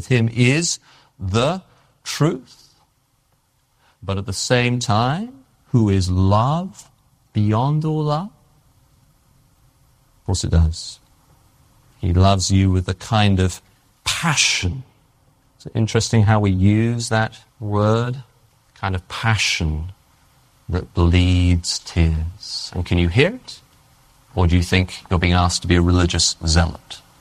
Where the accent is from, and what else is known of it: England, United Kingdom